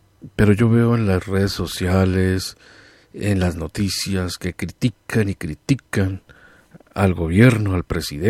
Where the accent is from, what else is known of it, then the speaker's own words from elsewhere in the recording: Colombia; como colombiano que soy